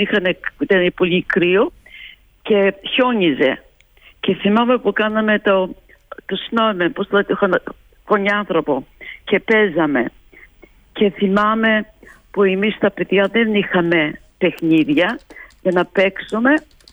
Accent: Anemotia, North Aegean, Greece; moved away; Και το χωριό μου το πολύ το αγάπησα.

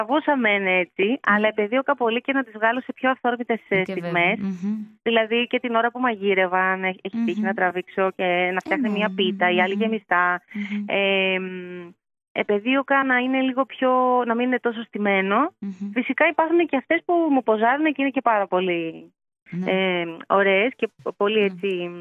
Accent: Greece; now in Athens, Greece; λέω θα την κάνω στο χωριό μου. Και να σου πω ότι φλερτάρω και πολύ με την ιδέα του να πλησιάσω πιο κοντά, θα σταθώ, να φύγω από την Αθήνα που είναι η βάση μου.

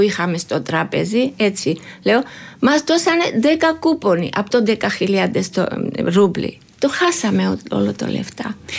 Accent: Tianeti, Mtskheta-Mtianeti, Georgia; Greek is a second language; moved away as an adult; now in Greece; Είμαι από την Γεωργία. Στη Γεωργία υπάρχει ένα μικρό πόλι, Τιανέτι. Εγώ από εκεί είμαι.

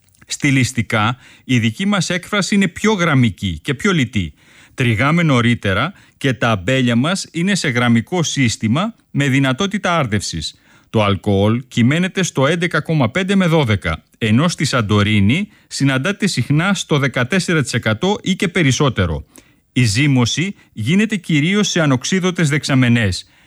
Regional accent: Australia; now in Greece; παρότι πολλοί δεν γνωρίζουν ακόμα ότι είμαι Αυστραλός. Χρειάζεται να δείξω πιο καθαρά τις ρίζες μου.

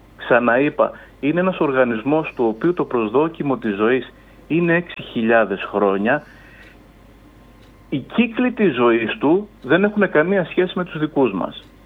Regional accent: Crete, Greece; Έχουμε αυτή τη στιγμή στην Κρήτη, την πατρίδα μου, στα Χανιά, στις Άνω Βούβες, ένα δέντρο

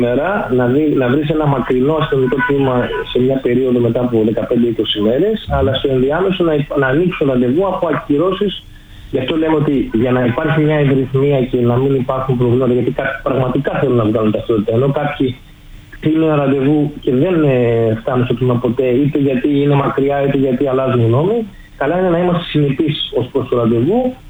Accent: Greece; ως Έλληνες

